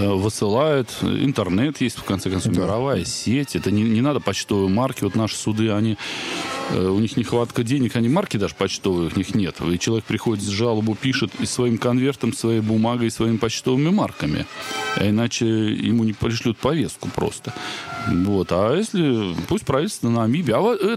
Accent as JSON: {"language": "Russian", "country": "Russia"}